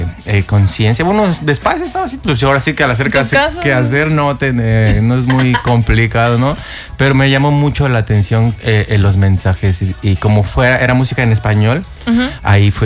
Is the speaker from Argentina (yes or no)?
no; Mexico City, Mexico; now in Cancún, Mexico; porque yo soy de la Ciudad de México.